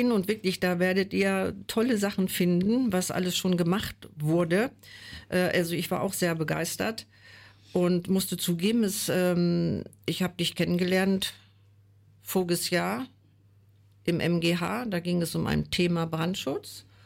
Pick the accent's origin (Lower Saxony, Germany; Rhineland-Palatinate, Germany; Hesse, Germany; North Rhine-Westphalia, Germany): Lower Saxony, Germany; Salzgitter; Ich bin ja in Salzgitter-Bad geboren, war ja für damalige Verhältnisse auch schon eine große Stadt.